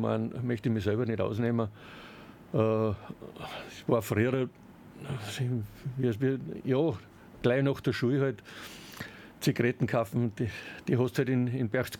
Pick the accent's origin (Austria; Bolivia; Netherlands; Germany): Austria; Salzburg; Ich bin direkt im Pluntautal aufgewachsen.